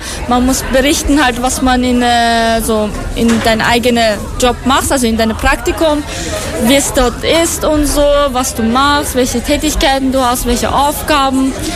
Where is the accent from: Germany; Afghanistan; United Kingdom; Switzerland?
Afghanistan; German is a second language; now in Austria; Ich komme aus Afghanistan.